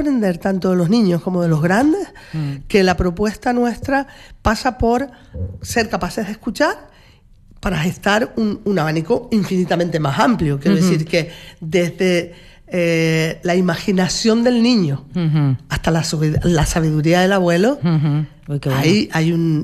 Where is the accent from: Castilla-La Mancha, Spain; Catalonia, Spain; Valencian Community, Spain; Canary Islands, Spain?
Canary Islands, Spain; Arrecife